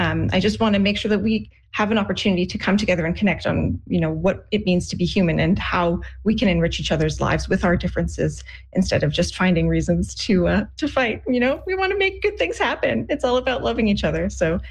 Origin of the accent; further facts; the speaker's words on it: Canada; I think that one of the coolest things about being Canadian is our multicultural identity. I love how growing up with people from all over the world